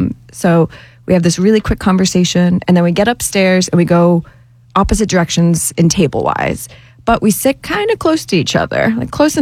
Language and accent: English; New Hampshire, United States; now in Atlanta, United States; I'm originally from New Hampshire.